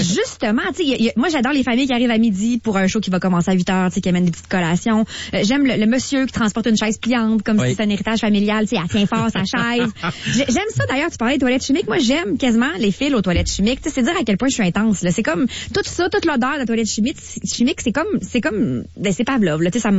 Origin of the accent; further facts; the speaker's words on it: Quebec City, Quebec, Canada; Je viens de Québec, donc j'allais sur les plaines à chaque année. T'sais, mon adolescence s'est façonnée sur les plaines, à coup de 23 juin.